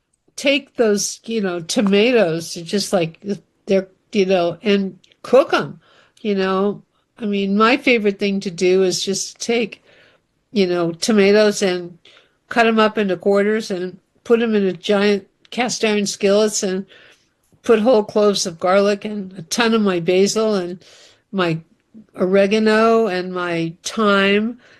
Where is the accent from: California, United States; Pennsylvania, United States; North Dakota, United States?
California, United States; now in East Coast, United States; I grew up in Central California